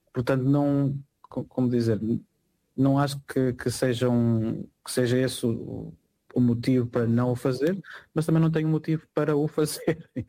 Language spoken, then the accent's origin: Portuguese; Portugal; moved away; sendo português vivendo na Europa